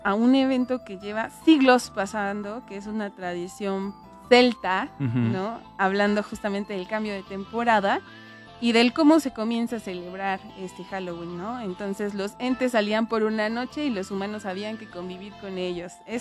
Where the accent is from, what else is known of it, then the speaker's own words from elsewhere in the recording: Mexico; que somos mexicanos